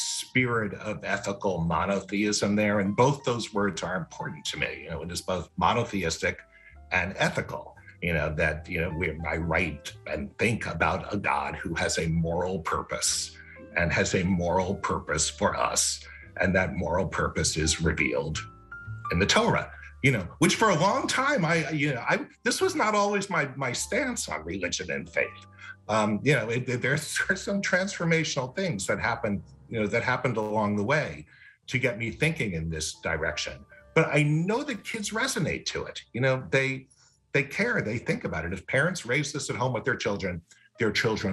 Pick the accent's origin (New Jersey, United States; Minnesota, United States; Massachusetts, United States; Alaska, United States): New Jersey, United States; Teaneck; I grew up in Teaneck, New Jersey in the 1960s and 70s. My faith education did not come in schools. It came at home, and it came at the Teaneck Jewish Community Center, and it came at religious school